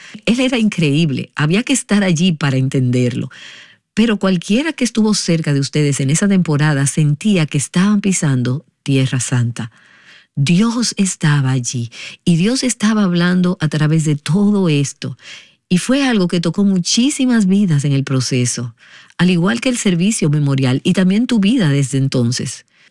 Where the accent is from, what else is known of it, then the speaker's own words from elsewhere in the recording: Michigan, United States; Nosotras, casualmente, somos todas de Michigan, pero en tu país puede verse un poco diferente.